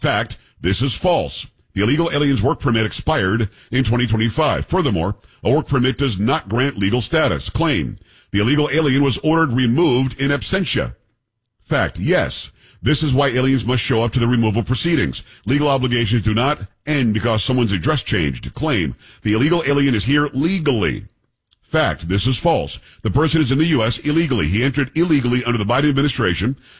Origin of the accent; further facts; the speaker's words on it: Florida, United States; I grew up in South Florida.